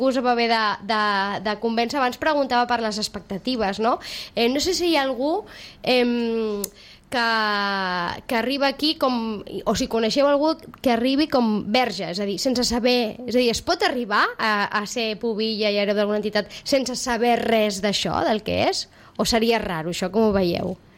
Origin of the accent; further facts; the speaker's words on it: Sitges, Catalonia, Spain; i mira que som de Sitges o soc de Sitges.